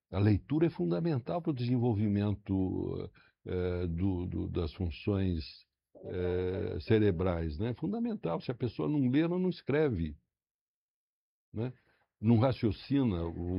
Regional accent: Brazil

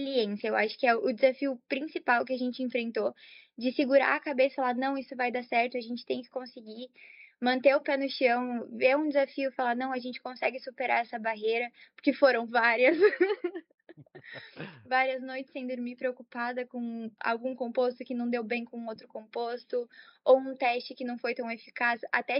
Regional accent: São Paulo, Brazil; moved away as an adult; now in Curitiba, Brazil; Eu sou de São Paulo e eu vim para cá, para Curitiba, só para fazer na PUC

